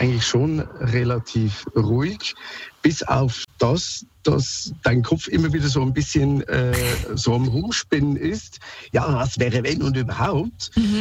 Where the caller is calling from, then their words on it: Switzerland; accent: Swiss; Ich rufe jetzt gerade aus Lörrach an. Mhm. Sorry, mein Akzent, ich bin Schweizer.